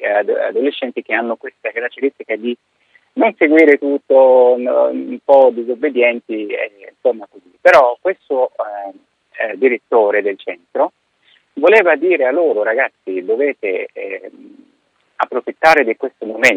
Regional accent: Egypt; Italian is a second language; moved away as an adult; now in Rome, Italy; sono egiziano di origine, quindi sono nato, cresciuto, studiato in Egitto, poi sono venuto in Italia nel 2001

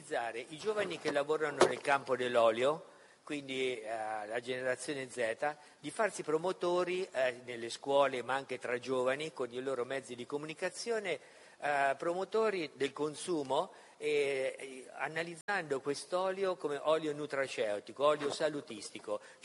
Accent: Perugia, Umbria, Italy; vengo da Perugia.

